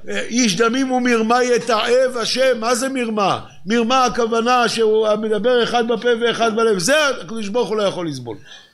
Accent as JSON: {"language": "Hebrew", "town": "Bnei Brak", "region": "Tel Aviv District", "country": "Israel", "said": "אני בני ברקי"}